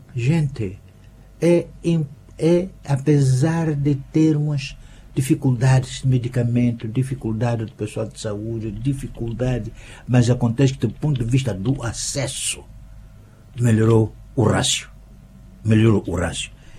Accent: Cambine, Inhambane, Mozambique; born there; Eu sou de Cambina, né? Não faço propaganda sempre do local onde eu nasci, né? Eu sou de Cambina.

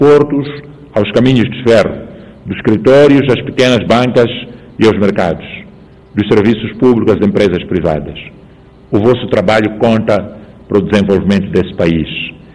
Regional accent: Mozambique; Este é um desafio coletivo de todos nós como moçambicanos.

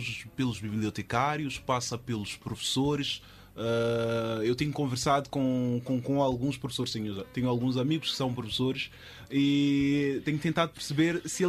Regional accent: Maputo, Maputo City, Mozambique; born or raised there

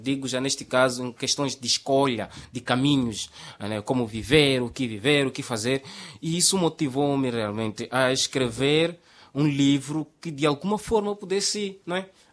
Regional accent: Pebane, Zambezia, Mozambique; also born or lived in Bajone, Zambezia; Entretanto, saí de lá muito cedo e muito pequeno. Fui crescer no distrito de Pebani, onde praticamente desde os meus 11 anos vivo. E estudei lá praticamente toda a minha vida.

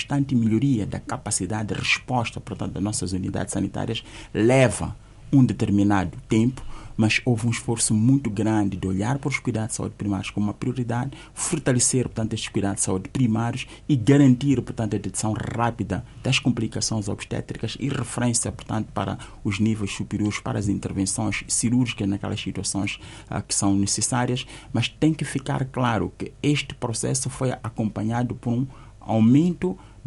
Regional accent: Mozambique; nós somos moçambicanos, há uma série de aspectos culturais que têm de ser observados.

